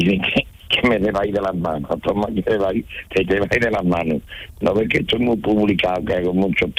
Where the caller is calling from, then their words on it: Pruna, Andalusia, Spain; Yo que estoy en Pruna, en la gasolinera de Pruna, el Pilarillo.